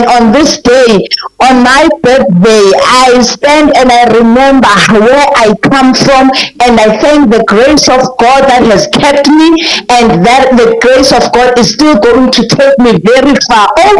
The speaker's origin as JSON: {"language": "English", "town": "Carletonville", "region": "Gauteng", "country": "South Africa", "tie": "born or raised there", "said": "my hometown, Carltonville"}